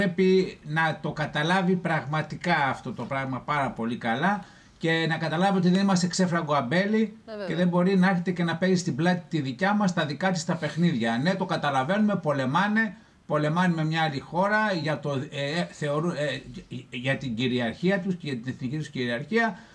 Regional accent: Greece

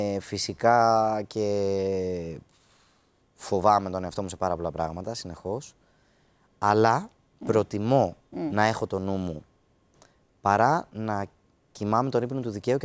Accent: Dafni, Attica, Greece; μεγάλωσα στη Δάφνη, αλλά πήγαινα σε ιδιωτικό σχολείο στο ψυχικό, από μικρομεσαία οικογένεια

